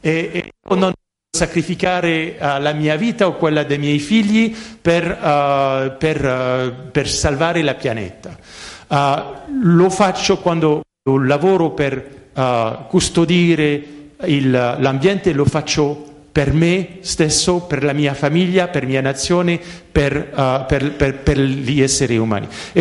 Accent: France; Italian is a second language; particolarmente come francese, io so che noi diamo delle lezioni a tutto il mondo, se arrivo in Italia e dico voi dovete fare così, così, così, no

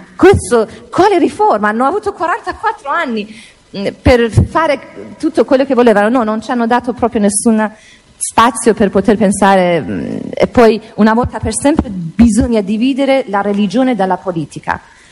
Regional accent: Verona, Veneto, Italy; io vengo da Verona, abito a Verona

